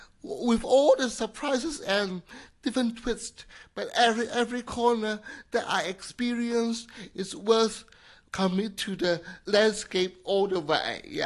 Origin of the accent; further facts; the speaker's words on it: Hong Kong; English is a second language; I think I'm quite a typical child in Hong Kong. Nothing really special, regardless of my physical limitation.